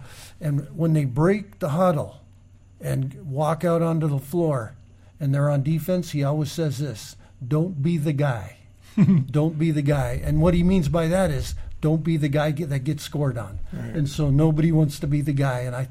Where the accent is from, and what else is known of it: Kotzebue, Alaska, United States; born or raised there